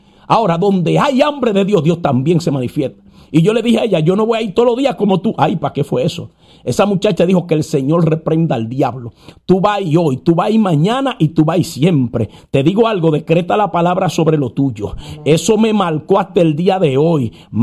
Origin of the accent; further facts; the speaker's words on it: Dominican Republic; en mi país, en República Dominicana